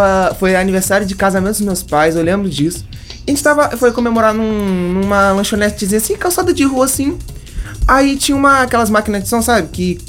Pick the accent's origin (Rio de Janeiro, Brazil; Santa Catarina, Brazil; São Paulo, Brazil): Rio de Janeiro, Brazil; São Pedro da Aldeia; moved away; also born or lived in Mato Grosso do Sul; Sou de São Pedro da Aldeia. Sou lá, morei 6 anos em Mato Grosso do Sul